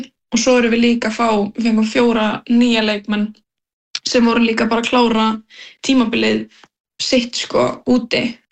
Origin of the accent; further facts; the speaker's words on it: Vopnafjörður, Eastern Region, Iceland; Já, við erum svo að frá Vopnafirði og þá mjög líklegt að við séum að vinna í Brim.